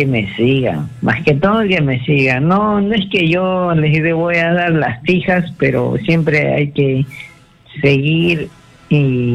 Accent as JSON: {"language": "Spanish", "region": "Cusco", "country": "Peru", "also_born_or_lived": "Arequipa", "moved": "yes", "lives_now": "Lima, Peru", "said": "Yo soy de Cusco."}